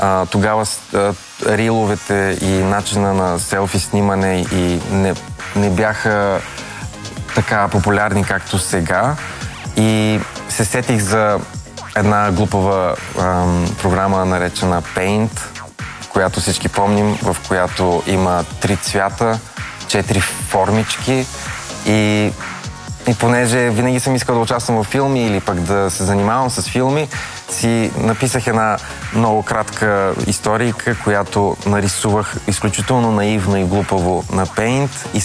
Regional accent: Varna, Varna Province, Bulgaria; moved away as an adult; now in Sofia, Bulgaria; Аз съм от Варна, там съм израснал, но живея в София вече 10 години.

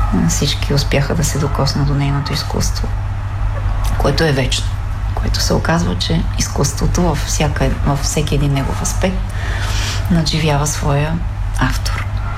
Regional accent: Elin Pelin, Sofia Province, Bulgaria; аз съм от Елинпелин

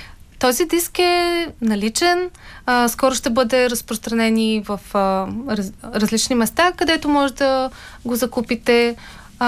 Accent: Razgrad, Razgrad Province, Bulgaria; moved away; моя роден град Разград

